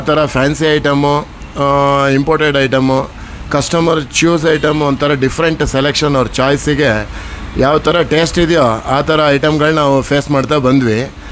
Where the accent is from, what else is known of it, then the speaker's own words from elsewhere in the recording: Shivamogga, Karnataka, India; ನಾವು ಶಿವಮೊಗ್ಗದಲ್ಲೇ ಹುಟ್ಟಿದವರು. … Manjunatha talkies area, Shivamogga. So ಅಲ್ಲಿಂದ ಇಲ್ಲೇ ಎಜುಕೇಷನ್ಸ್ ಎಲ್ಲ ಶಿವಮೊಗ್ಗದಲ್ಲೇ ಆಗಿ